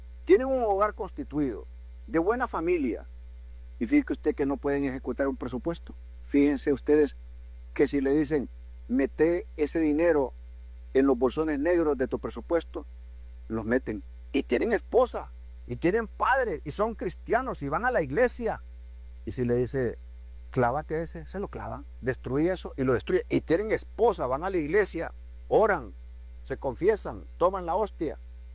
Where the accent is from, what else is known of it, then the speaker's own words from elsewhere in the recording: Honduras; Porque si como hondureños creemos que todo esto es un desastre, nos vamos a hundir.